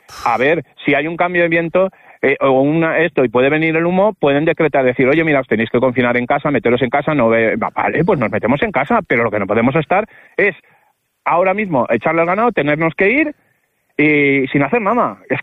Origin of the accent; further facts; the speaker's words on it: Laina, Castile and León, Spain; el mayor está en mi pueblo, en Laina, sí, que yo también soy de Laina.